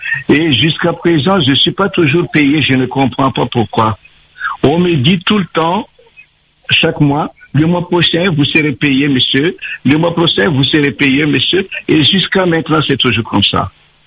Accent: France; Voilà, oui, je suis français.

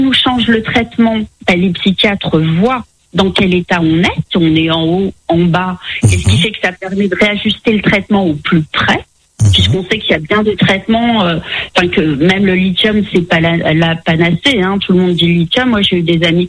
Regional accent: Reims, Grand Est, France; Moi, je suis de Reims.

